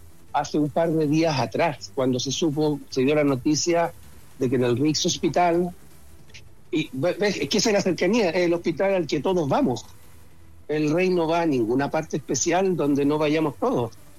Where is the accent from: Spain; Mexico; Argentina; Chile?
Chile; now in Norway; llevo fuera 50 años, pero de los 50 son 40 en Noruega.